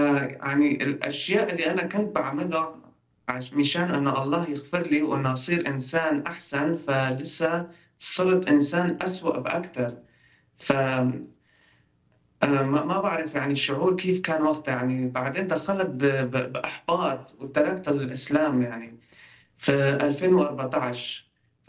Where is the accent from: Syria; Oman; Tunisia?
Syria; Afrin, Aleppo Governorate; first language Kurdish; Arabic is a second language; اجوا مهاجرين من مدينة حلب على مدينتنا عفرين